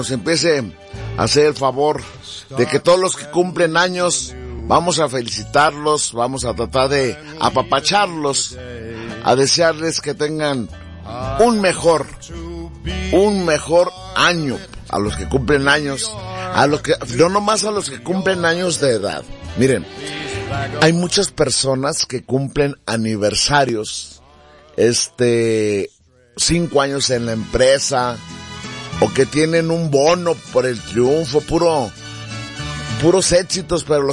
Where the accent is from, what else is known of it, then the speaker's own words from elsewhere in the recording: San José de Gracia, Jalisco, Mexico; Somos de San José de Gracia, Jalisco, y todos los domingos te escuchamos.